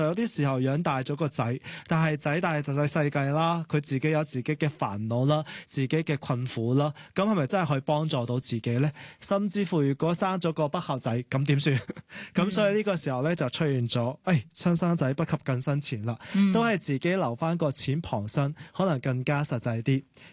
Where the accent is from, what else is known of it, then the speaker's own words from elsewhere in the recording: Hong Kong; 我们香港人呢都有一个很特别的文化，就是比家用。